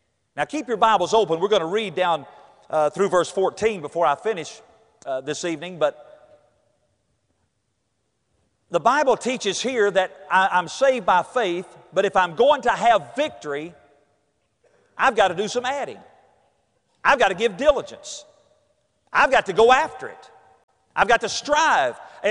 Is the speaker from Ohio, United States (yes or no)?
no; North Carolina, United States; born or raised there